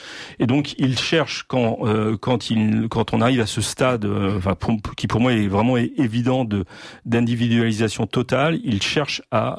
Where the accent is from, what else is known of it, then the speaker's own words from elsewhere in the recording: Normandy, France; moved away; Moi, je suis normand d'origine. Déjà, le terme que j'emploie indique beaucoup de choses. Je suis normand d'origine. Jusqu'à mes grands-parents, toute mon ascendance n'a vécu qu'en Normandie.